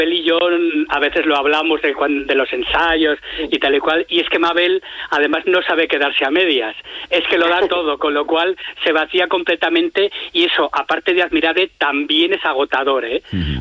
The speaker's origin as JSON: {"language": "Spanish", "region": "La Rioja", "country": "Spain", "said": "ya sabemos cómo somos los riojanos"}